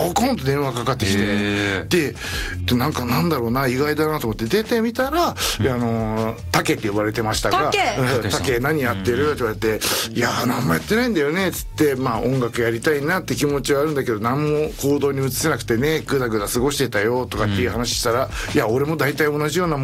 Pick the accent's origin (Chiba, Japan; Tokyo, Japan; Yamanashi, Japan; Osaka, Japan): Chiba, Japan; 私自身は千葉県千葉市出身なんですけど、